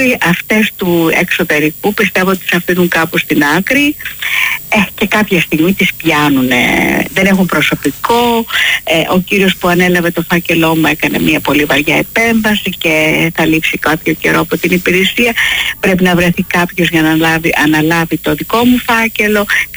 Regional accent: Argyroupoli, Attica, Greece; Το πατρικό μου είναι στην Αργυρούπολη. Βέβαια η Αργυρούπολη, επειδή έχω ζήσει από παιδάκια και όταν ήταν χωράφια ακόμη.

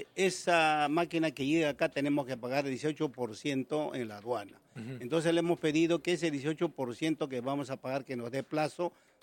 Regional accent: Cusco, Peru; moved away; yo soy de Cusco

